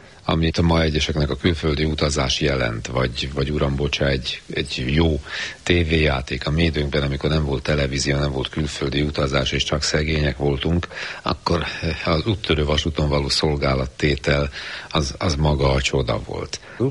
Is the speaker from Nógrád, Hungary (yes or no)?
no; Budapest, Hungary; mi a Flasteron nőttünk fel. Én ott laktam a 9-ben, szóval ház, tégla, beton, Flaster, ott nőttünk föl, és fölmegy az ember az úttörő vasútra, akkor Hűvösvölgytől a Széchenyi hegyig